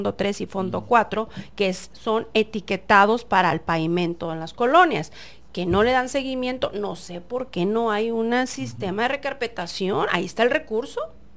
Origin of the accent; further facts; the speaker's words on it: Tijuana, Baja California, Mexico; los que somos de Tijuana